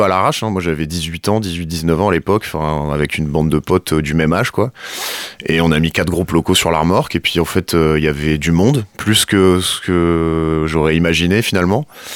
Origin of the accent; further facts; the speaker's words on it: Bourlon, Hauts-de-France, France; je suis originaire de Bourlon, j'ai grandi à Bourlon et j'y ai vécu pendant longtemps.